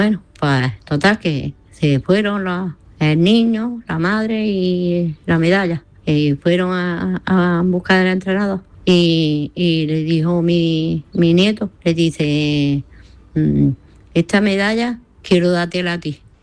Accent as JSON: {"language": "Spanish", "town": "Granada", "region": "Andalusia", "country": "Spain"}